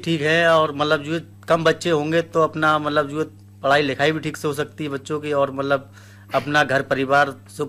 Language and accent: Hindi; Bareilly district, Uttar Pradesh, India; ग्राम नौवां तहसील नवागुंज जिला बरेली